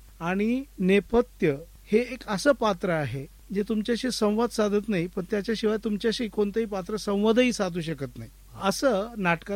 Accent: Wadzire, Maharashtra, India; also born or lived in Mumbai; now in Ahmednagar, India; parallelly मी मूळचा पारनेर तालुक्यातला वडझिरे गावचा, माझ्या शेजारचं गाव देवी भैरे

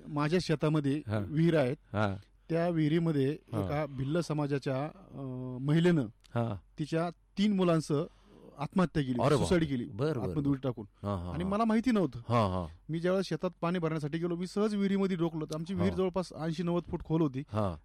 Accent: Gonegaon, Maharashtra, India; also born or lived in Pachegaon / Shrirampur; माझं बालपण एक खेडेगावातलं नेवासा तालुक्यात गोनेगाव म्हणून आहेत.

